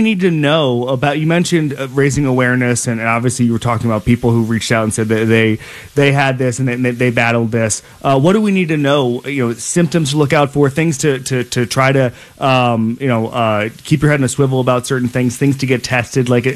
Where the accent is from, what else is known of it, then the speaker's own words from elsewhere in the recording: Florida, United States; I mean, I'm from Florida, but I don't know much about the South Carolina community.